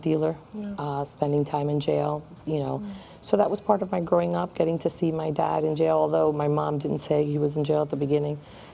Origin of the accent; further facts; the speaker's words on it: New York, United States; moved away; also born or lived in Massachusetts; So I was born in New York of Dominican parents